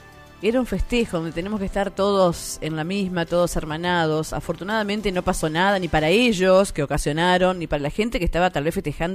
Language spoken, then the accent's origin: Spanish; Argentina; todos como argentinos